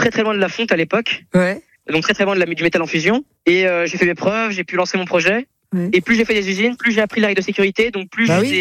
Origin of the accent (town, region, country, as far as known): Bougival, Île-de-France, France